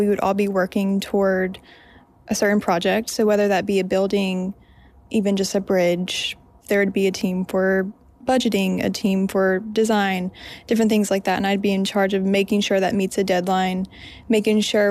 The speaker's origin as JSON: {"language": "English", "region": "West Virginia", "country": "United States", "said": "I'm a student at West Virginia State University, and I'm from Boone County, West Virginia."}